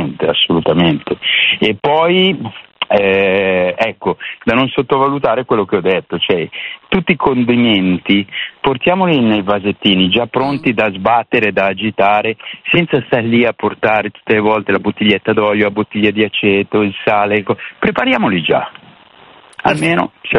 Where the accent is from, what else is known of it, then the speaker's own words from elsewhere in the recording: Milan, Lombardy, Italy; sono di Milano